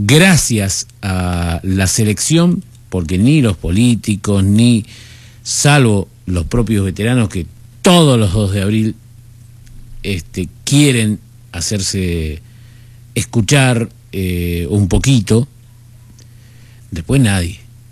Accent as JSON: {"language": "Spanish", "country": "Argentina", "said": "nosotros mismos como ciudadanos argentinos"}